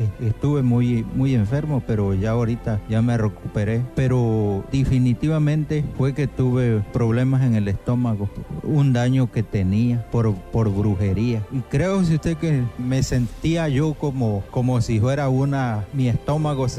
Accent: Calderitas, Quintana Roo, Mexico; un saludo a todos los que me escuchan. Vengo de Calderitas

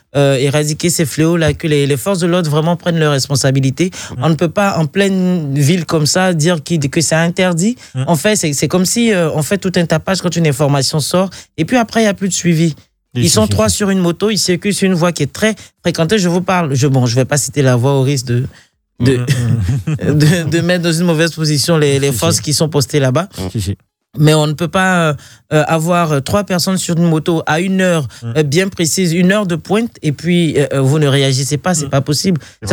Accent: Côte d’Ivoire; en tant qu'Ivoirienne et citoyenne

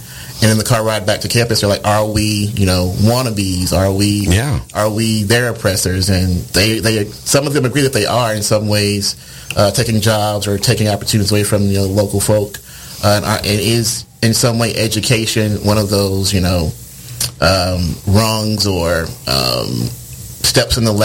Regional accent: Mississippi, United States; I'm from Mississippi

